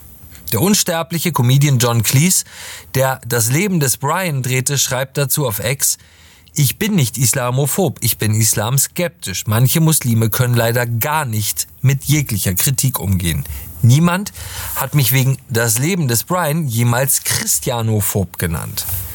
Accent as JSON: {"language": "German", "country": "Germany"}